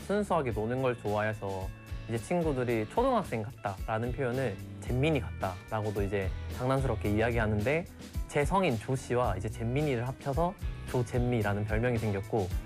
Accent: Busan, South Korea; 아무래도 이 부산에서 태어나고 자라서 그런지 부산에 대한 애정이 굉장히 큰 편인데

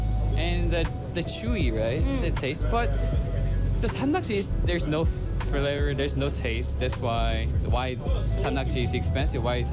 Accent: Busan, South Korea; English is a second language; I'm Busan 사람.

